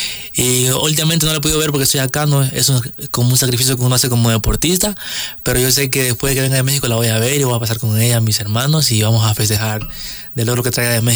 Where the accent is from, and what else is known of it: Ecuador